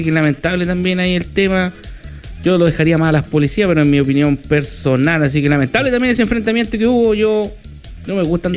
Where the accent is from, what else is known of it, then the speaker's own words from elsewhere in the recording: Chile; Y a mí me preocupa como chileno también